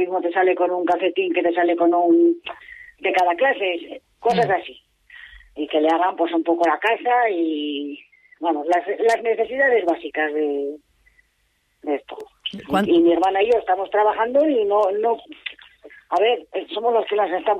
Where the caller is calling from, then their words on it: Santander, Cantabria, Spain; Yo vivo en Santander